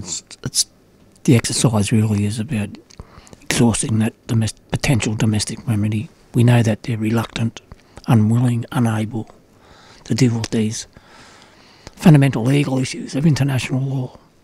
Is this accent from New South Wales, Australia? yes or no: no; Fitzroy, Victoria, Australia; From same country, the Western Districts, Victoria, Framlingham, and that country. Well, we grew up in Fitzroy.